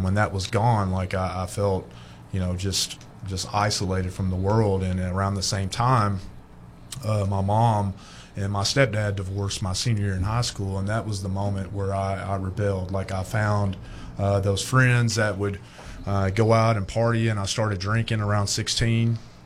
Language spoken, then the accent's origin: English; Fordyce, Arkansas, United States; born or raised there